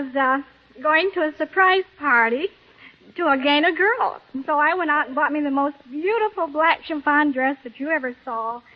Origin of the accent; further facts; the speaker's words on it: Kalamazoo, Michigan, United States; born there; Kalamazoo, Michigan.